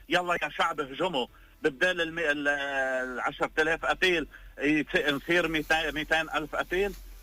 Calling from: Lebanon; نحن اللبنانيه، نحن بلبنان

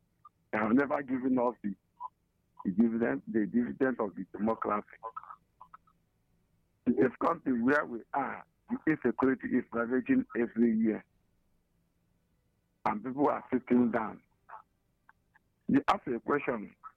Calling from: Amechi, Enugu State, Nigeria; I'm calling from Amechio.

